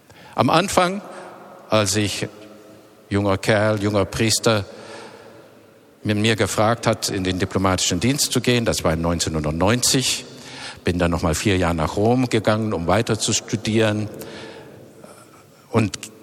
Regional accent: Netherlands; German is a second language; moved away as an adult; now in Berlin, Germany; Ich komme natürlich aus einem Land, wo wir haben in Holland, so sind wir Holländer, Diskussionskultur.

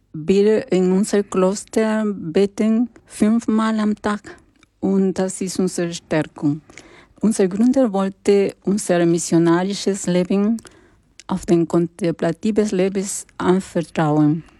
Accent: Lima, Peru; born there; German is a second language; moved away; ich bin in Lima geboren und habe ich viele Armut gesehen.

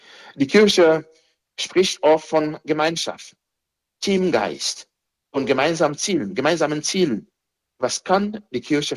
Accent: Dominican Republic; Oder in der Karibik, Haiti, Domrep, also mein Heimatland, leben die Menschen ihren Glauben anders.

